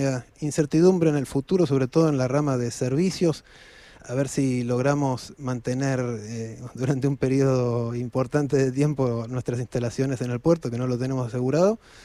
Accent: Argentina; moved away as an adult; now in Valencia, Spain; siendo argentino

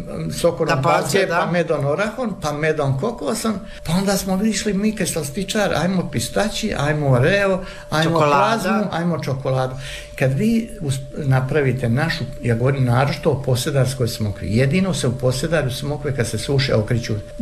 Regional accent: Dalmatia, Croatia; ja iz Dalmacije

